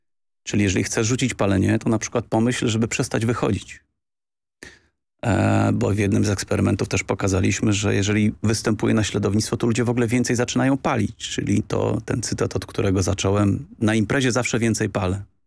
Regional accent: Warsaw, Masovian Voivodeship, Poland; Bo podobny, to powiem, ja też jestem z Warszawy i koniec.

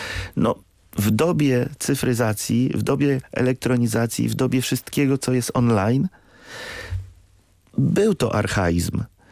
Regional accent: Lublin, Lublin Voivodeship, Poland; Jestem z Lublina

